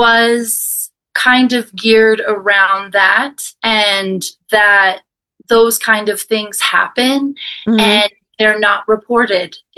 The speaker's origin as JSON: {"language": "English", "region": "Arizona", "country": "United States", "tie": "born or raised there", "also_born_or_lived": "North Dakota", "said": "I was born in North Dakota, but I grew up down in the Southwest in Arizona, and we used to come back to Santa Fe every month because my mother's an artist."}